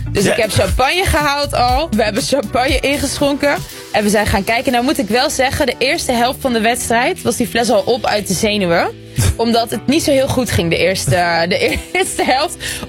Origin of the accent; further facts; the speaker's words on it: DR Congo; ik heb het sowieso vaak over Congo, omdat het mijn vaderland is.